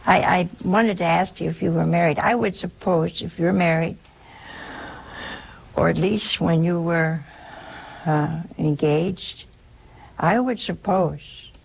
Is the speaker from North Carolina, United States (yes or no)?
no; Ohio, United States; Oh, hey, that's my home state.